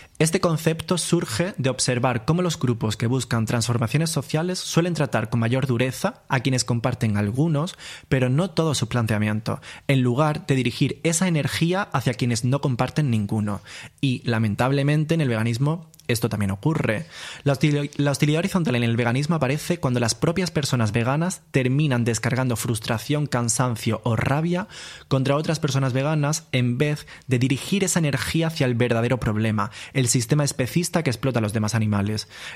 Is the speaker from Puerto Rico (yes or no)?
no; Andalusia, Spain; accent: Andalusian; a mí se me va el acento andaluz, hablo como más neutro, no sé qué. Las redes sociales me hicieron así, estoy como luchando con eso.